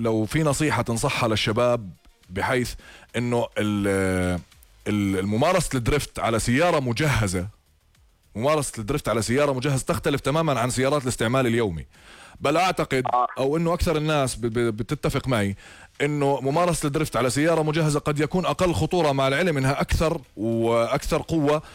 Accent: Jordan

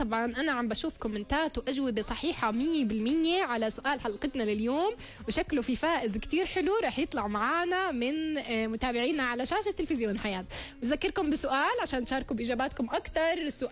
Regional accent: Gaza, Gaza Strip, Palestine; لا إحنا غزاز

